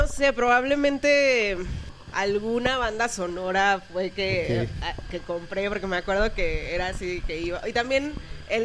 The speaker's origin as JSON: {"language": "Spanish", "town": "Villahermosa", "region": "Tabasco", "country": "Mexico", "tie": "born or raised there", "said": "yo soy de Tabasco, crecí en Villahermosa"}